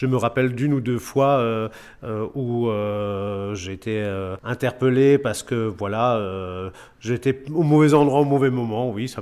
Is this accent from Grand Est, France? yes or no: yes; Matzenheim, Grand Est, France; j'ai 46 ans cette année. Voilà, je suis natif de Matzenheim.